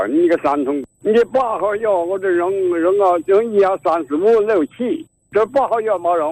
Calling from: Xiaochang, Hubei, China; 我是小昌人。

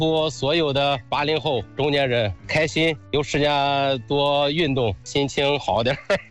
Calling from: Baoding, Hebei, China; 我是河北保定的。

